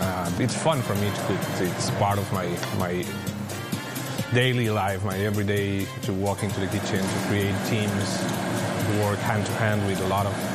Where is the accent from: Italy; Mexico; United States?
Mexico; Mexico City; English is a second language; I'm born and raised in Mexico City, so I grew up with these flavors. I grew up with tacos in my life all day